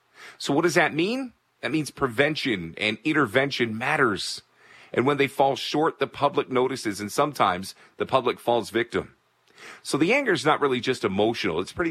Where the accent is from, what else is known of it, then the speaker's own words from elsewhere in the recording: Toronto, Ontario, Canada; this is my home. I'm from Toronto.